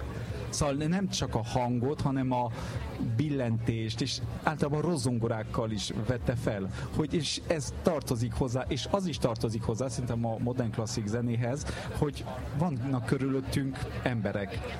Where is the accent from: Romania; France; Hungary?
France; Hungarian is a second language; Én francia vagyok.